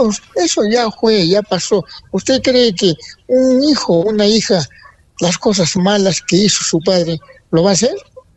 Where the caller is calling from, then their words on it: Peru; Soy de Socavalla